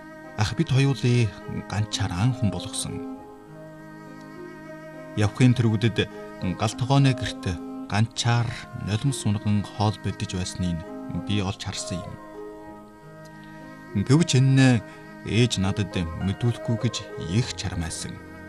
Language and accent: Mongolian; Inner Mongolia, China; moved away as an adult; Их сургуультан анх очиход та аль нутгийнх билээ гэж хамт сурагчид асуув. Өвөр Монголоо гэж хариулахад юугаар ирэв гэнэ.